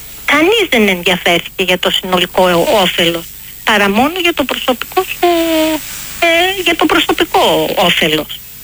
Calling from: Greece

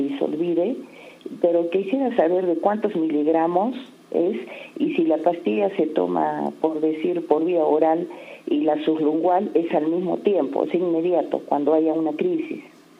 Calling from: Arequipa, Peru; Le llamo de Arequipa.

